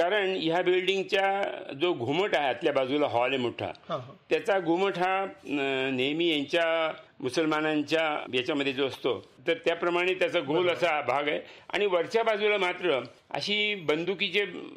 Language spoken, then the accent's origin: Marathi; Ahmednagar, Maharashtra, India; born there